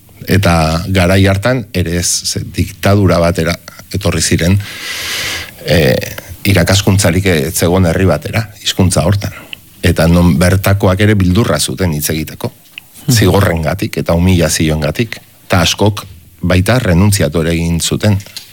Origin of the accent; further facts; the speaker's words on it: Urretxu, Basque Country, Spain; born there; ni ba Urretxuko anaiz jaiotzez